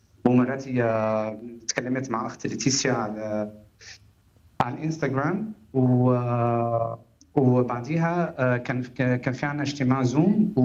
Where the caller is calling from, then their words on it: France; نحن كابل عايشين بفرنسا زي اي كابل اوروبي،